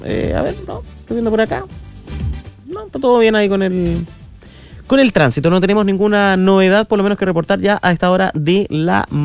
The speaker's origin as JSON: {"language": "Spanish", "country": "Chile"}